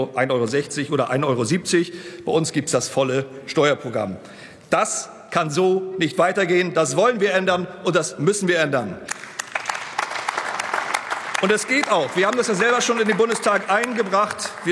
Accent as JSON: {"language": "German", "region": "Mecklenburg-Vorpommern", "country": "Germany", "said": "Und ich weiß das aus Mecklenburg-Vorpommern, aus meiner Heimat, da fahren viele Bürger lange Strecken zur Arbeit."}